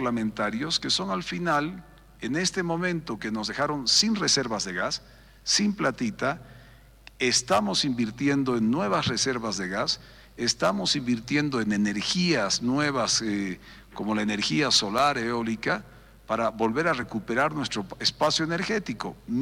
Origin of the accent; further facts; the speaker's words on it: Tarija, Bolivia; Los que venimos de Tarija